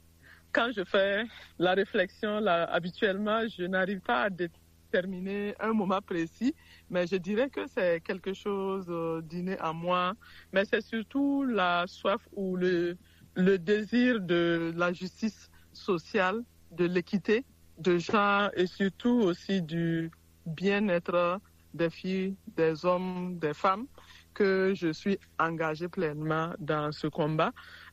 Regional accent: Burkina Faso; comme indiqué. Je suis burkinabé.

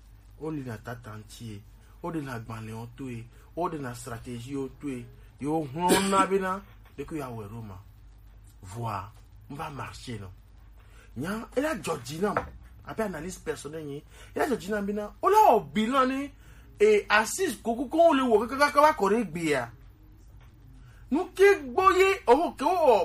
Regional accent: Togo; born there; Je suis né au Togo, je suis désolé de le dire, il faut avoir le courage de le dire.

